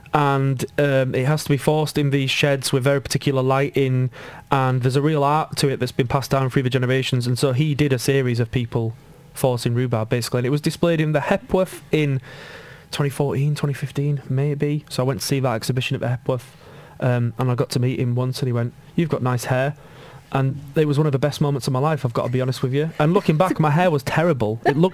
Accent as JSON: {"language": "English", "town": "Wakefield", "region": "Yorkshire and the Humber", "country": "United Kingdom", "said": "I'm from Wakefield, it's the rhubarb triangle."}